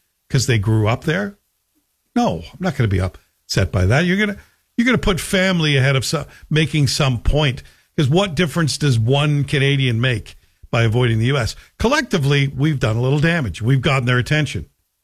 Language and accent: English; Scotland, United Kingdom; Plus, I grew up there and we never really thought of ourselves as European. We thought of ourselves as Scottish or British.